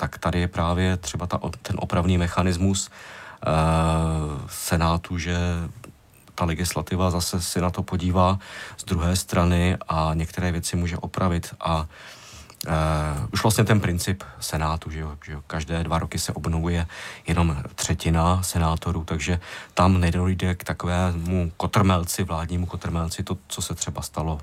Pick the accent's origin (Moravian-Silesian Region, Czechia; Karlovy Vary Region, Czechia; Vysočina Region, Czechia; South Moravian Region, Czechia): Vysočina Region, Czechia; já jsem hrdý z Vysočiny, takže já to teď zmiňuji takhle široce